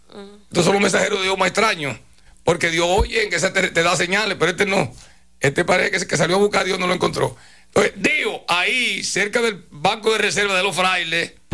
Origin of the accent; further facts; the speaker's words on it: San Juan, Dominican Republic; moved away; o yo me crié con él en San Juan